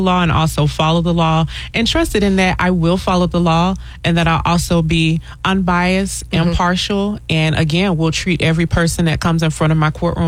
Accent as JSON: {"language": "English", "town": "Jacksonville", "region": "Florida", "country": "United States", "said": "I am from Jacksonville."}